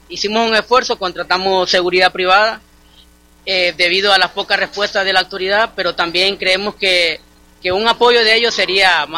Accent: Siguatepeque, Comayagua, Honduras; born there; amamos nuestra ciudad, somos hijos de Siguatepeque

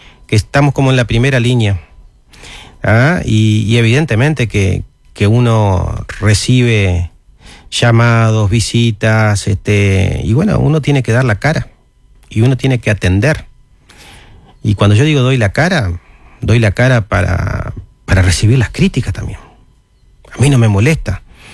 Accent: Salto, Uruguay

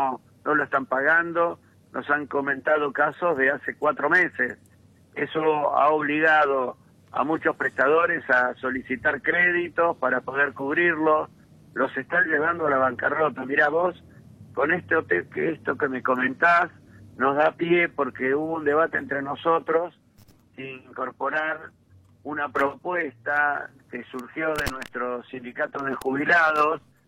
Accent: San Martín, Buenos Aires Province, Argentina; yo de Chacarita soy porque soy de San Martín

